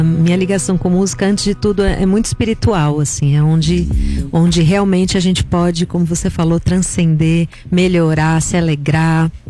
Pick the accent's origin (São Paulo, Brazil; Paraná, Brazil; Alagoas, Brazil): São Paulo, Brazil; Eu sou de São Paulo, super paulistana.